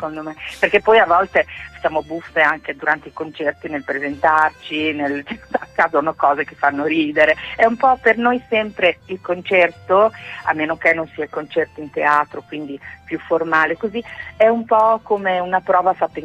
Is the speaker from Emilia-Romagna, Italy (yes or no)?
yes; Alfonsine, Emilia-Romagna, Italy; accent: Romagnolo; sono di Alfonsine, vicino a Ravenna.